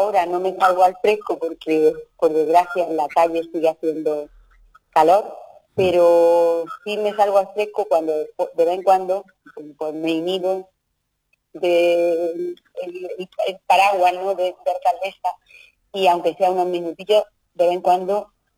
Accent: Linares, Andalusia, Spain; mi infancia transcurrió aquí en Linares, y después cuando los estudios, en este caso de COU, pues una vez cuando aprobé la electricidad, pues me fui a Granada a estudiar.

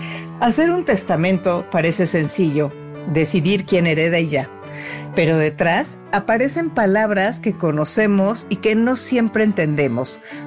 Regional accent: Mexico

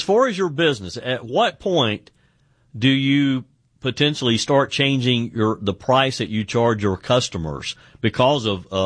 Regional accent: South Carolina, United States; born there; Myrtle Beach, South Carolina, my home state

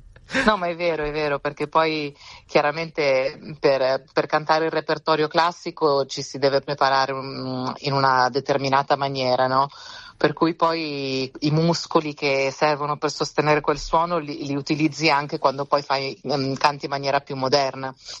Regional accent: Torricella Peligna, Abruzzo, Italy; paesello si chiama Torricella Peligna, che è in provincia di Chieti.

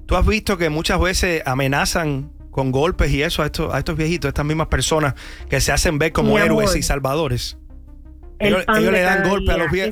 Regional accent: Cuba; Ese era puertorriqueño, por eso yo digo el 10%. Tú sabes que esa tierra la quiero, aunque soy cubano y siempre voy a representar Cuba por delante de todo.

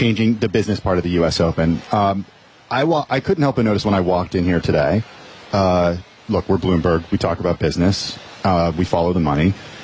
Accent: California, United States; This is something, as a Californian, you know, we had such an advantage growing up

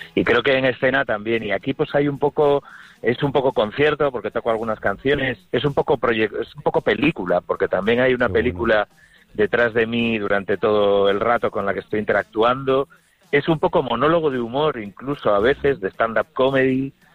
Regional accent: Vigo, Galicia, Spain; con mi infancia aquí, en Vigo

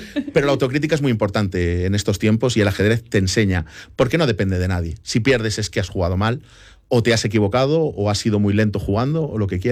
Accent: Barcelona, Catalonia, Spain; now in Ourense, Spain; Yo nací en Barcelona y en Barcelona solo podía jugar contra mi abuelo o mi padre

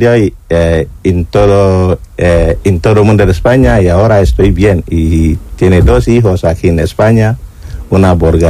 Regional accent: Ghana; Spanish is a second language; also born or lived in Libya / Italy; now in Spain; soy de Ghana. Salí Ghana, Burkina, Mali, Níger y entré a Libia. Y luego Libia están ahí trabajando un poco hasta entra Italia.

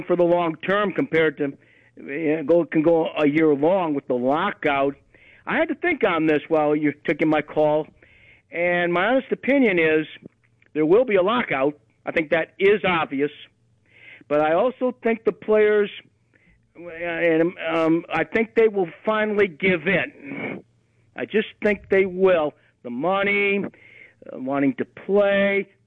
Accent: Southfield, Michigan, United States

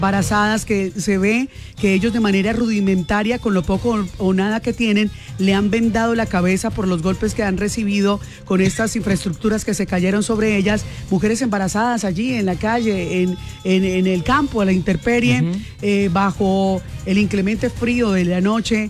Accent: Cali, Valle del Cauca, Colombia; los caleños somos gente solidaria, que los vallecaucanos nos unimos

